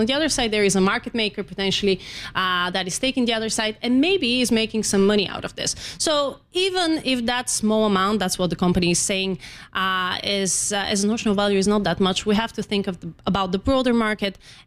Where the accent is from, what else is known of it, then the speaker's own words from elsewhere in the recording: Bulgaria; moved away; I'm from Bulgaria